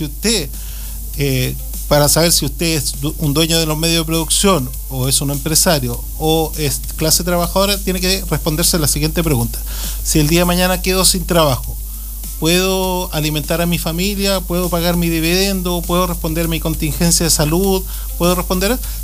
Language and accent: Spanish; Chile